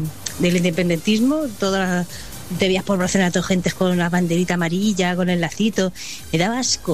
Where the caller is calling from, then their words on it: Catalonia, Spain; me siento también catalana. O sea, que soy catalana y española. Lo que no soy es independentista.